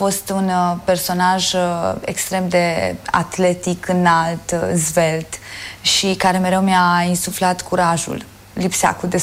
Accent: Oradea, Bihor County, Romania; Nu am cum să uit. Oradea a fost locul în care mi-am conturat propriile amintiri și, de fapt, istoria mea ca personalitate și ceea ce fac astăzi este adânc î

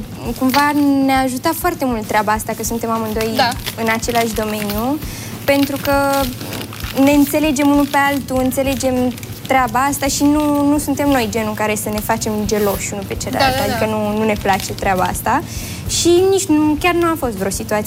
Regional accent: Iași, Iași County, Romania; now in Bucharest, Romania; Noi am fost la început, eu eram din Iași și el stătea în București și am avut o relație la distanță

